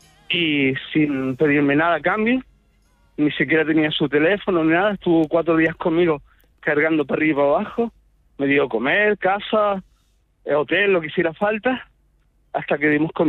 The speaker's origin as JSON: {"language": "Spanish", "country": "Chile", "moved": "as an adult", "lives_now": "Tenerife, Spain", "said": "Sí, bueno, yo soy chileno, llegué aquí hace 34 años, 30 en Tenerife."}